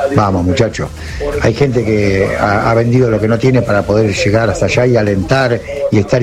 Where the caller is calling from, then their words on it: Tandil, Buenos Aires Province, Argentina; de Tandil.